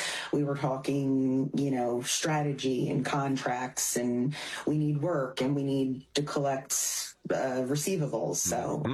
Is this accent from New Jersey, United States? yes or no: yes; Hamilton, New Jersey, United States; So I grew up in Hamilton, New Jersey, but I am an only child.